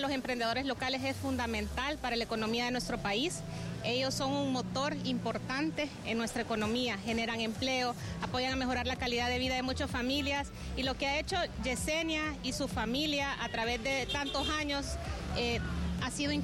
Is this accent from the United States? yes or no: no; Honduras